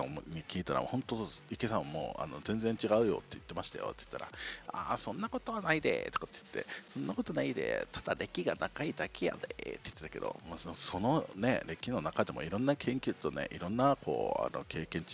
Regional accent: Okinawa, Japan; born or raised there

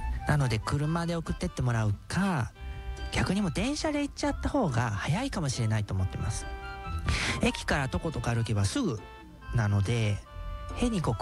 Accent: Okazaki, Aichi, Japan; はい、地元岡崎にアウトレットができるなん

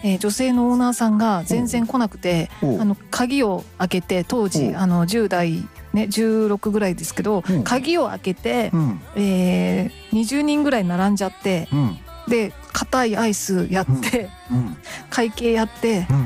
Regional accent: Kagawa, Japan; 実は私地元の香川県にいる頃にですね、サーティワンで、バイトしてたことがあるんですけど

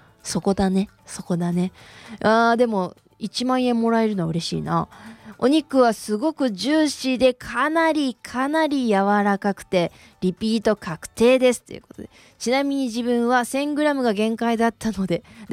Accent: Kansai, Japan; moved away; 私は関西で育ったので、関西で育って牛肉のカレー、牛肉の肉じゃがで育ったので、

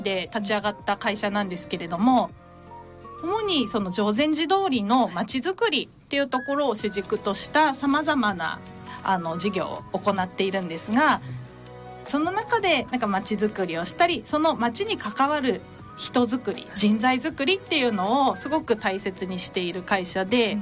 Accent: Kawasaki, Miyagi, Japan; moved away as an adult; also born or lived in Sapporo; now in Sendai, Japan; 出身は宮城県の川崎町なんですけれども

